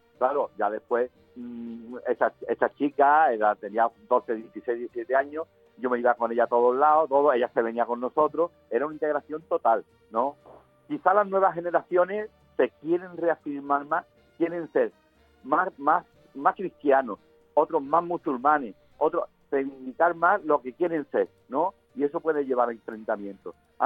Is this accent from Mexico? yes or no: no; Ceuta, Spain; born there; moved away as an adult; now in Cádiz, Spain; soy caballo de nacimiento.